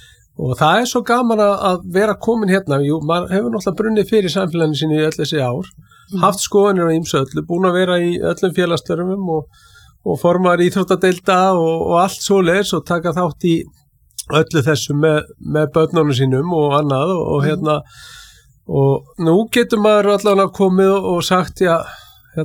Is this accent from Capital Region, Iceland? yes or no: no; Keflavík, Southern Peninsula, Iceland